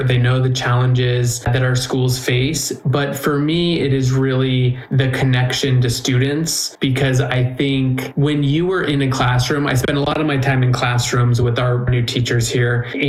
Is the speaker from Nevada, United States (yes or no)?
yes; Nevada, United States; So I grew up here in Nevada. I'm a third generation Nevadan, and was the first in my family to go to college